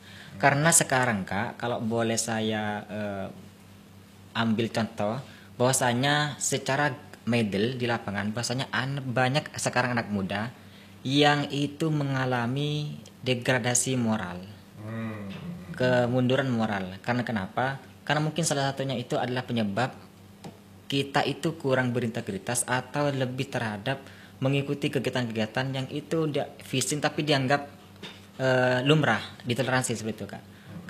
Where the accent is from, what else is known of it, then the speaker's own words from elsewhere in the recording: Saronggi, East Java, Indonesia; born there; Saya asli Saronggi di Desa Talang dan saya kuliah di Universitas PGRI Sumenep.